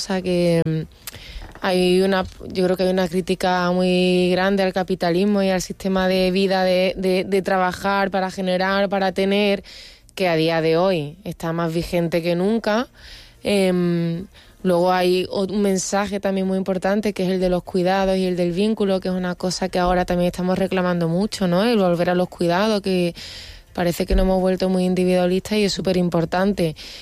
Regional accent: Andalusia, Spain

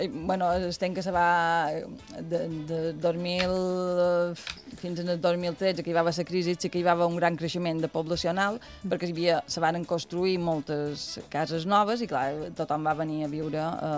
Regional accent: Vilafranca, Balearic Islands, Spain; També ho som, de Vilafranca.

